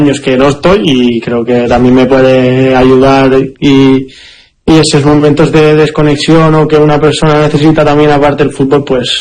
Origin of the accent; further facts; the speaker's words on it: Barcelona, Catalonia, Spain; moved away; yo soy más de Barcelona.